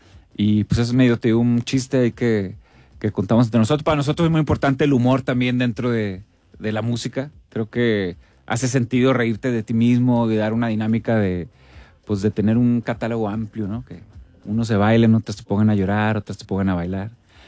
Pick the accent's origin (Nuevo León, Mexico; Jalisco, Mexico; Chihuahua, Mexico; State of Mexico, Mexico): Nuevo León, Mexico; Monterrey; now in San Pedro Garza García, Mexico; Híjole, pues es Monterrey Centro. Crecí entre las Mitras. Y luego ya me hice San Petrino.